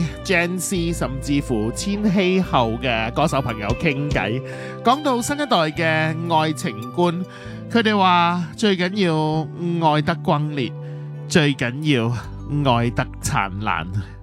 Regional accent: Hong Kong

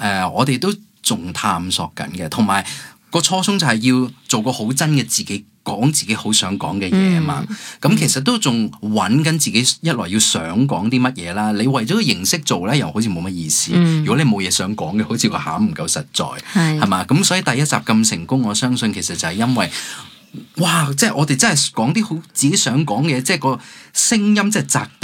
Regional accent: Hong Kong; moved away as an adult; also born or lived in United Kingdom; 当然我灵魂是很欧洲但是香港是我土生土长的地方、是我成长的地方、初次接触戏剧以前在学校参加剧社、就是香港、当然我在英国受了 training

